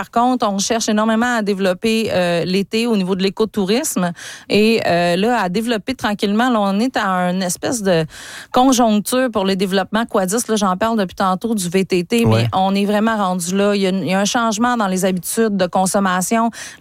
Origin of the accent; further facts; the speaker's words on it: Montreal, Quebec, Canada; moi, je suis originaire de Montréal